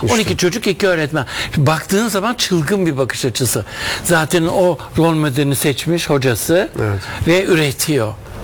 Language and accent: Turkish; Istanbul, Turkey; Tabii öyle Anadolu'da falan değil de İstanbul'da doğdum, büyüdüm. Levent ve Beylerbeyi arasında ve Mecidiyeköy.